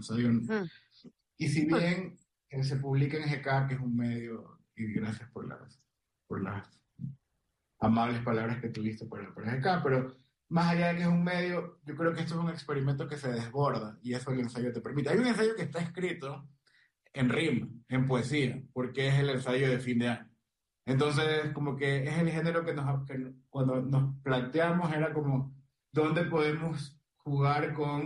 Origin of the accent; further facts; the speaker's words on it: Guayaquil, Guayas, Ecuador; Por ejemplo, yo tenía como guayaquileño una idea de que el centro histórico de Quito era blanco, ¿ya?